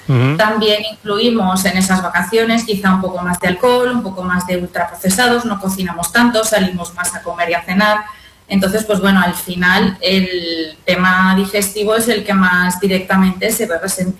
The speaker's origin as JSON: {"language": "Spanish", "town": "Valencia", "region": "Valencian Community", "country": "Spain", "said": "Soy de Valencia, estoy físicamente situada en Valencia"}